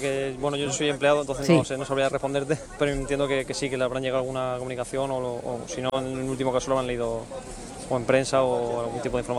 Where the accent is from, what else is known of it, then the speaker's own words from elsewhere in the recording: Alicante, Valencian Community, Spain; como somos alicantinos de aquí, estamos acostumbrados al calor